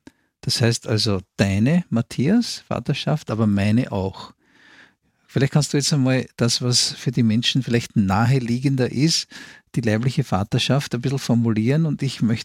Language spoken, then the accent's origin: German; Vienna, Austria; born there; ich bin geborener Wiener, bin jetzt bald 62 Jahre alt, bin Pfarrer in Wien, 14. Bezirk, Kalasantina